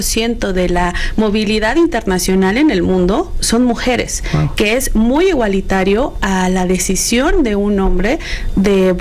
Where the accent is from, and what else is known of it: Mexico